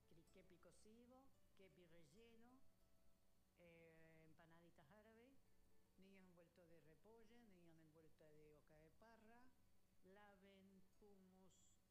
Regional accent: Junín, Argentina; born there; Yo nací en Junín, tengo mis raíces acá, amo Junín, por eso estoy.

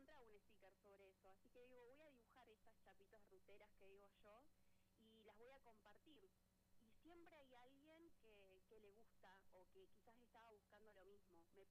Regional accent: Plottier, Neuquén, Argentina; nací hace 31 años en Neuquén Capital y me crié desde entonces en Plotier. Acá terminé la secundaria

